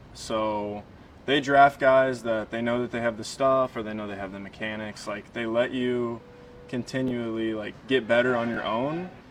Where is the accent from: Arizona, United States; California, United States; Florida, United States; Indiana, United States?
Indiana, United States; Floyds Knobs; Floyd's Knobs, Indiana. Not a very big town. I wouldn't say it's tiny, but, you know, there's not a whole lot